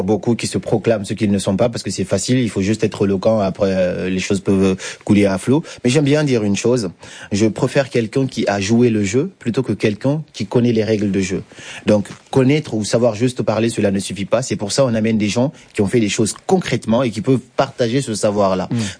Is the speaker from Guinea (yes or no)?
yes; Guinea; born there; je me sens 100% africain, donc je me limite pas à un seul pays. Je suis originaire de la Guinée, très fier de venir de là.